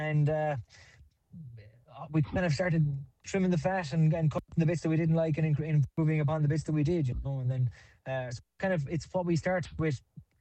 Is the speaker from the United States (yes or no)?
no; Ennis, Munster, Ireland; Socks started 17 years ago back in my hometown of Ennis, County Clare.